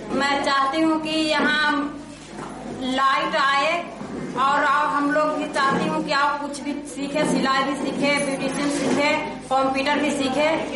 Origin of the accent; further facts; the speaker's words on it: Kumhar Bigha, Bihar, India; मैं कुम्हार बिगा के रहने वाली हूँ।